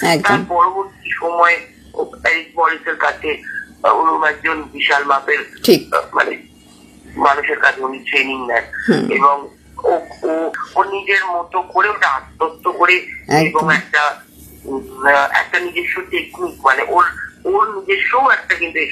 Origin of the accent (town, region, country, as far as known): Malda, West Bengal, India; now in Kolkata, India